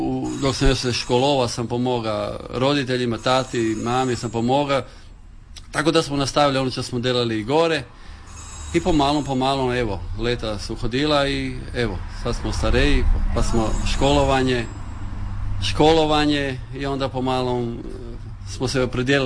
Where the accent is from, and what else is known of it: Motovun, Istria County, Croatia